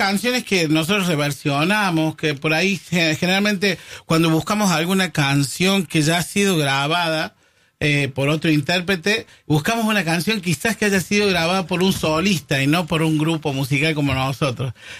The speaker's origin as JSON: {"language": "Spanish", "region": "Córdoba", "country": "Argentina", "accent": "Cordoban tonada", "said": "El gran problema de Córdoba es los cordobeses. Estamos como plaga en todos lados. Donde llegamos, no sé, bueno, será por nuestro tono, ¿no? Por nuestra tonadita, pero no nos podemos escapar en ningún lado."}